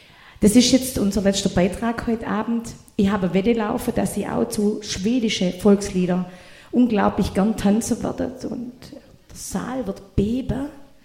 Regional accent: Baden-Württemberg, Germany; Also lassen Sie mich bitte nicht im Stich, ich bin auch Schwabe.

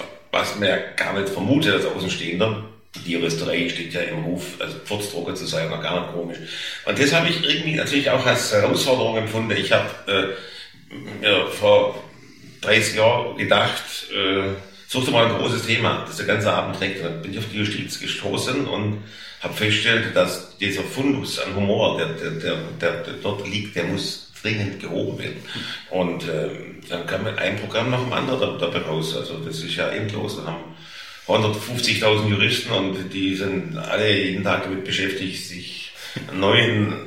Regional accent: Stuttgart, Baden-Württemberg, Germany; accent: Swabian

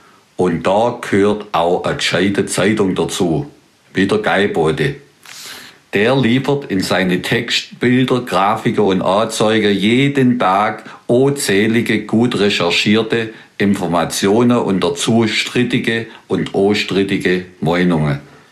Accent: Baden-Württemberg, Germany; accent: Swabian; first language Swabian; dass ich als Schwätzer und Schreiber in meiner Muttersprache Schwäbisch unterwegs sein darf

